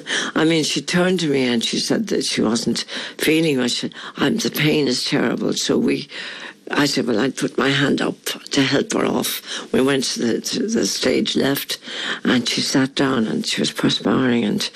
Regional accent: Ireland; our tradition in Ireland, the home is sacred.

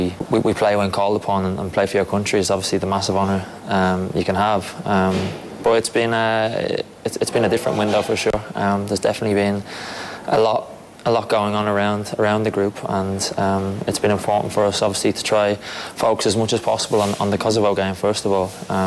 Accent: Ireland; us being Irish people

